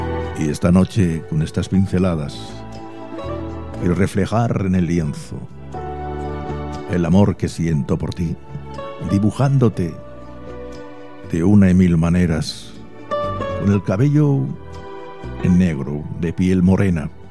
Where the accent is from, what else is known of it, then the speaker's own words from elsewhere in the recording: Region of Murcia, Spain; Y yo soy murciano por los cuatro costados, José.